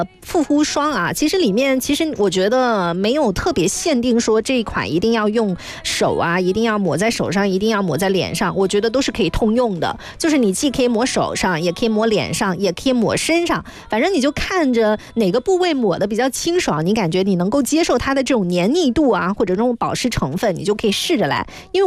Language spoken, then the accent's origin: Chinese; Guangxi, China; now in Guangzhou, China; 但是我作为一个广西人来了广州之后